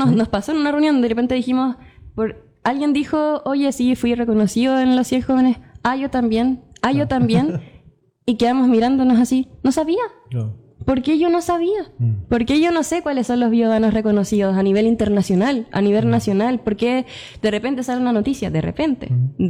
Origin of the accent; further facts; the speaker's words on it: Concepción, Biobío, Chile; also born or lived in Los Ángeles; yo que nací en Los Ángeles, criada acá en Concepción.